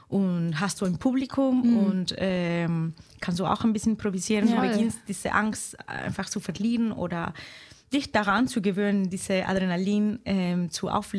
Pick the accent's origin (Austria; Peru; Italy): Peru; Lima; German is a second language; moved away as an adult; now in Stuttgart, Germany; Ich komme aus Lima, Peru. Ich bin dort aufgewachsen, geboren und mit 24 bin ich hier nach Stuttgart umgezogen, nach Deutschland, für Job Opportunities und wollte hier mein Masterstudium machen.